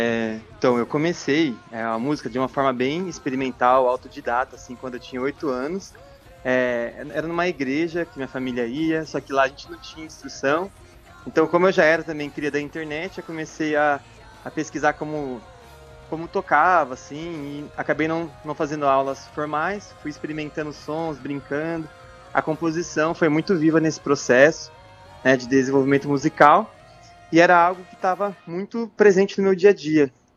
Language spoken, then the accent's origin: Portuguese; Brazil; now in Campinas, Brazil; sendo brasileiro, acabou que o forró veio com muita força, porque eu moro em Barão Geraldo, que é um lugar onde está a Unicamp, que é um bairro universitário.